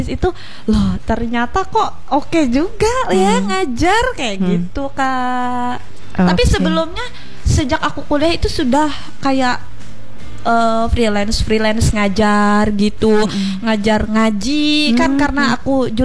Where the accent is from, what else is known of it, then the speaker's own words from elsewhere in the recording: Pulang Pisau, Central Kalimantan, Indonesia; now in Palangka Raya, Indonesia; Ya, asalnya di Pulang Pisau, selama di Pulang Pisau.